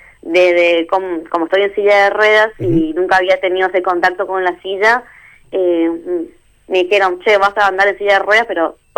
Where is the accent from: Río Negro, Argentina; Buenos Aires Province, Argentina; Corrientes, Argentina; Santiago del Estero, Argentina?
Corrientes, Argentina; now in Buenos Aires, Argentina; soy correntina.